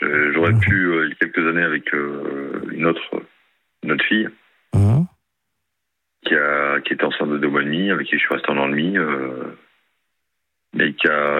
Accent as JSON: {"language": "French", "town": "Pau", "region": "Nouvelle-Aquitaine", "country": "France", "said": "Sachant que moi je suis de Pau et elle..."}